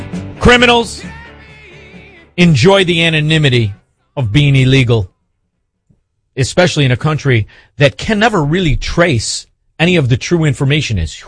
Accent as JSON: {"language": "English", "region": "Illinois", "country": "United States", "said": "Because we're from Illinois. You know, I'm from Illinois."}